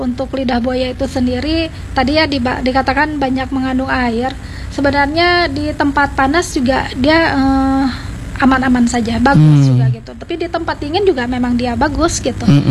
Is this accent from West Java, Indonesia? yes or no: yes; Sumedang, West Java, Indonesia